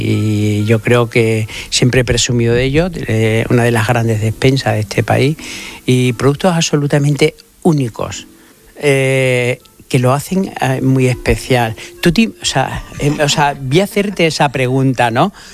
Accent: Extremadura, Spain

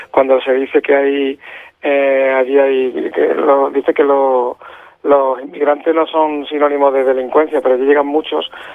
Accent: Almendralejo, Extremadura, Spain; born there; also born or lived in Badalona, Catalonia; now in Ceuta, Spain; yo soy extremeño. Yo realmente nací en Cataluña hace 53 años, pero a los 9 puse el huevo, como dicen, en Extremadura, y yo soy de Almendralejo. Yo de Cataluña lo que tengo es el DNI, nada más, que pone que nací en Badalona. Pero yo soy de Almendralejo de toda la vida

